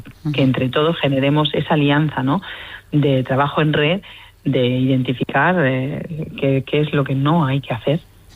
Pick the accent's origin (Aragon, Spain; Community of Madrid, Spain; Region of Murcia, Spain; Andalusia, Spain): Region of Murcia, Spain; Murcia; las personas que vivimos en Murcia, que somos murcianos...